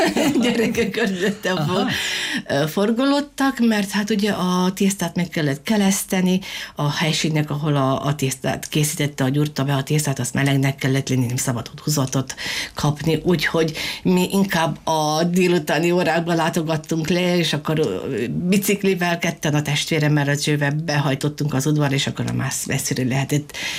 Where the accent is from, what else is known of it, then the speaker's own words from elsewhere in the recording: Dobrovnik, Prekmurje, Slovenia; Dobronakon születtem, ott is töltöttem a gyermekévemet.